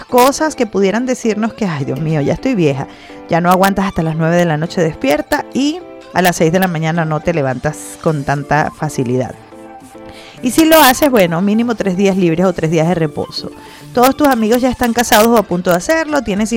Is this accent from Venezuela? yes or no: yes; Venezuela; como ciudadanos, como venezolanos que trabajamos, que pagamos impuestos